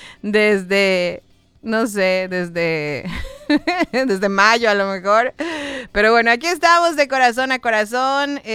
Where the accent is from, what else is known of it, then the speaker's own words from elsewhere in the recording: Yucatán, Mexico; las personas que somos de aquí de Yucatán, estábamos acostumbradas a llegar a todas partes en 10, 15 minutos